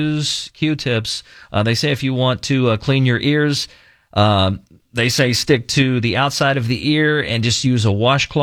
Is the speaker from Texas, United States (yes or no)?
yes; Texas, United States; growing up in Texas